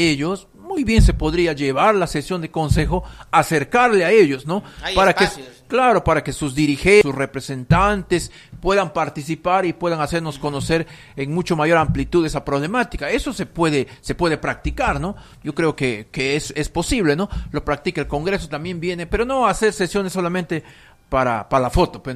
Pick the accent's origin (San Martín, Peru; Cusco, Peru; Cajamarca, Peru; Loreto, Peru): San Martín, Peru; Moyobamba; yo soy de Moyobamba. Moyobamba está en la parte norte de la región.